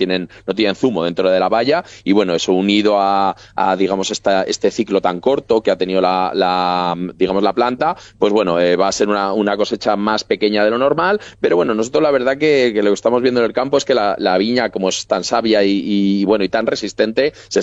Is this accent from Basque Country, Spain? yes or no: no; Aranda de Duero, Castile and León, Spain; somos de Aranda de Duero, ¿no?